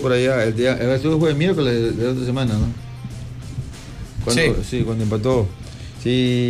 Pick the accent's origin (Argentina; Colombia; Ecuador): Ecuador; Colón parish, Manabí; Yo crecí en el Colón colonial